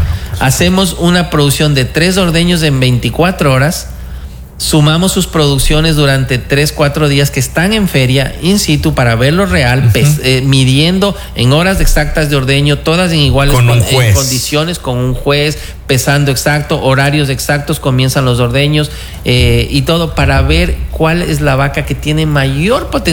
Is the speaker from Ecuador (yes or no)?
yes; Ecuador; Nosotros como ecuatorianos